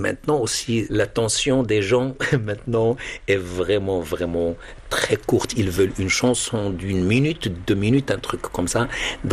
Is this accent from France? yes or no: no; Morocco; now in United States; je suis américain intégré, mais culturellement, je suis amazigh.